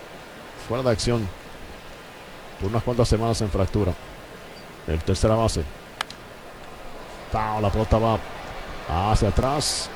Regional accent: Dominican Republic; estamos orgullosísimos de él como dominicanos

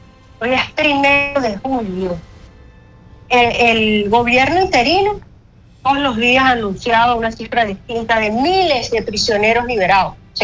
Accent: Venezuela; aquí en Venezuela tampoco es que ha cesado la persecución, pero como venezolana tengo la obligación de decirlo.

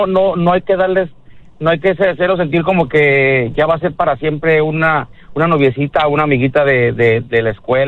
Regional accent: Mexicali, Baja California, Mexico; also born or lived in Michoacán; Sí, o sea, Michoacán, pero criado en Mexicali, por eso tengo un acento entre...

